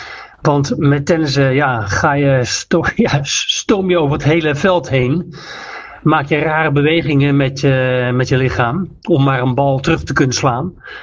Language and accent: Dutch; Utrecht, Netherlands; Utrecht. Ja, ik woon in Utrecht.